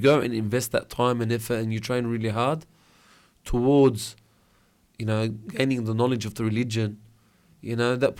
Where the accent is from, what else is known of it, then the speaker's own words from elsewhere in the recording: Lebanon; I'm outnumbered. The Lebanese is outnumbered.